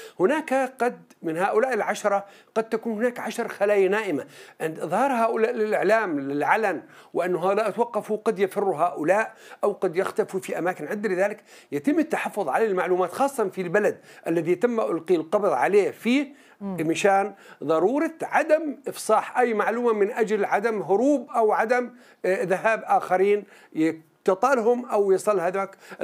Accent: Syria; لدينا كسوريين

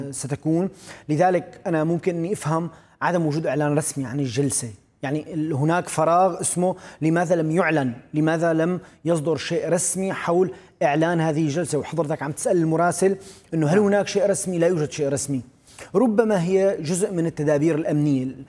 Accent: Syria; أنا كسوري كمواطن سوري كناشط سياسي

